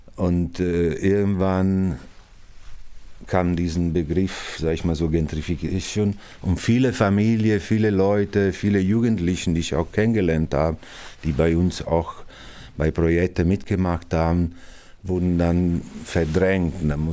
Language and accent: German; Naples, Campania, Italy; German is a second language; moved away as an adult; now in Berlin, Germany; Ich komme aus Italien. Bin schon seit vielen Jahren in Berlin